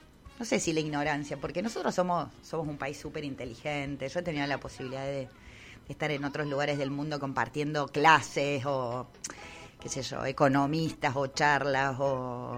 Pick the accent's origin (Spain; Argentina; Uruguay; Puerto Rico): Argentina; La Carlota, Córdoba; Yo de la Carlota.